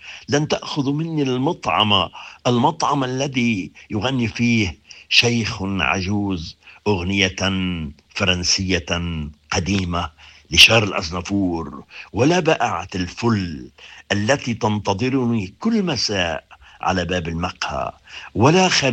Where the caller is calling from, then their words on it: Lebanon; وأنا زدت بهارات عليها كلبناني